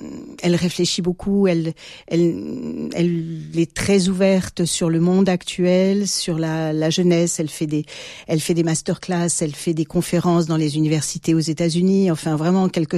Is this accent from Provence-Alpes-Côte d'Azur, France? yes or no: yes; Nice, Provence-Alpes-Côte d'Azur, France; je suis niçoise et j'ai fait toutes mes études à Nice.